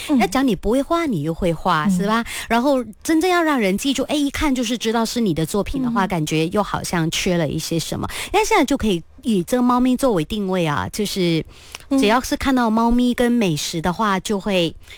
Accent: Kuching, Sarawak, Malaysia; 像我家乡，因为我古晋猫城

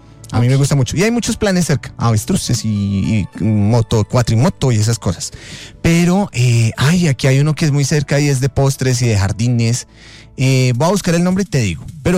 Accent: Ráquira, Boyacá, Colombia; also born or lived in Piedecuesta; now in Bogotá, Colombia; yo nací en Piedecuesta, Santander. Ajá. Me crié unos añitos en Ráquira, Boyacá, y ya después resulté aquí en Bogotá.

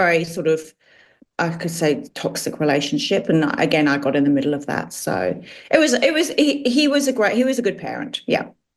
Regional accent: Wimbledon, London, United Kingdom; I was born in London, southwest London. I was born in Hammersmith, and I grew up in Wimbledon, which is southwest London.

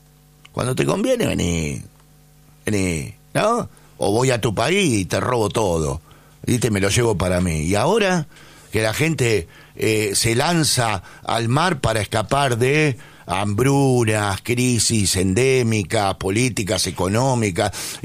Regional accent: Argentina

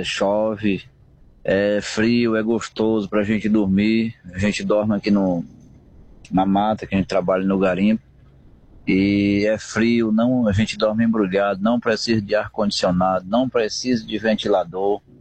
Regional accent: Lago da Pedra, Maranhão, Brazil; moved away as an adult; now in Suriname; Eu sou de Lago da Pedra, como você sabe, tô trabalhando aqui no Suriname.

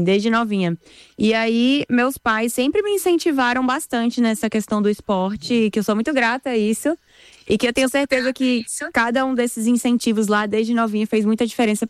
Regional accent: São Paulo, Brazil; born there; also born or lived in Recife; nasci aqui em São Paulo. E aí, aqui em São Paulo, eu fui comecei na ginástica olímpica. Aí me mudei para Recife, porque meus pais se mudaram por conta de trabalho.

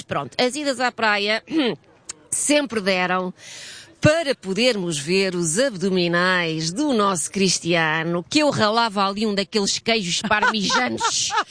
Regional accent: Portugal; para mim, esta é a melhor parte de sermos portugueses

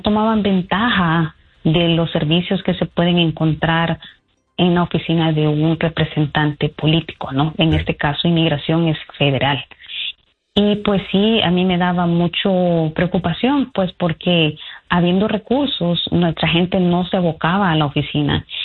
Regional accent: El Salvador; now in United States; yo, como salvadoreña, me atrevería a decir que muchos de nuestros compatriotas se han dormido en sus laureles

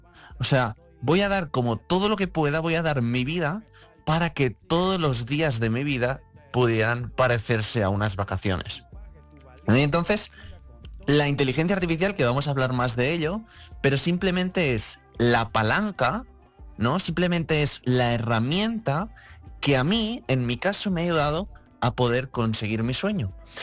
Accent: Catalonia, Spain; Yo soy de Barcelona, de un pueblito del lado de Barcelona.

